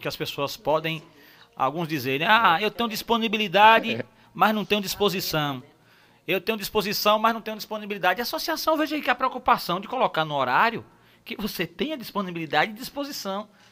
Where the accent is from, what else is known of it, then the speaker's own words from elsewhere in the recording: Santaluz, Bahia, Brazil; now in Conceição do Jacuípe, Brazil; Eu chego lá em Santa Luz, na minha terra, a 185 quilômetros daqui